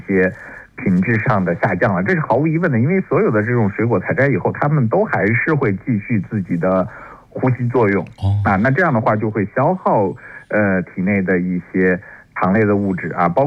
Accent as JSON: {"language": "Chinese", "country": "China", "said": "我们中国人"}